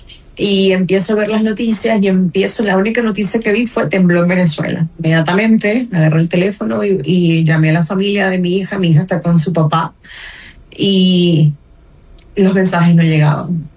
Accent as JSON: {"language": "Spanish", "country": "Mexico", "said": "con los rescatistas que han estado mandando ayuda a mi país, que ya están en mi país salvando vidas."}